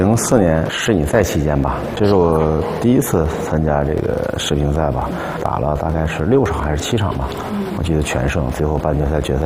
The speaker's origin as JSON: {"language": "Chinese", "country": "China"}